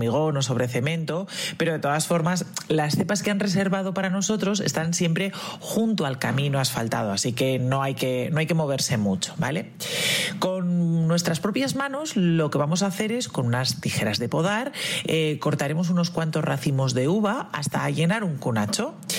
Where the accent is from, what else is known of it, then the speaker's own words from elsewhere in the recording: La Rioja, Spain; nosotros somos riojanos